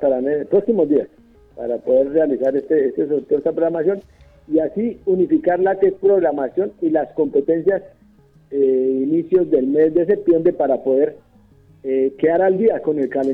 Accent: Colombia

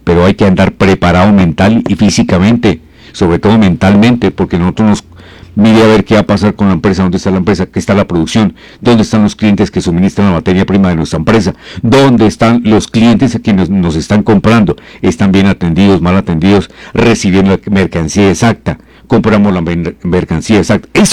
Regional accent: Boyacá, Colombia; como buen boyacenses que somos

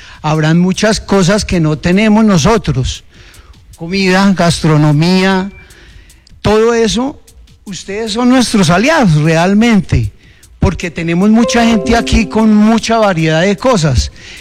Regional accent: Bogotá, Colombia; moved away as an adult; now in Ramiriquí, Colombia; Mi esposa viene del Quindío, yo soy de Bogotá. Y nos juntamos, nos encontramos en el camino y resultamos viviendo acá.

